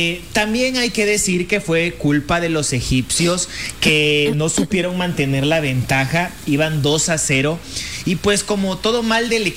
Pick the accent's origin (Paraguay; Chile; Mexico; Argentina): Mexico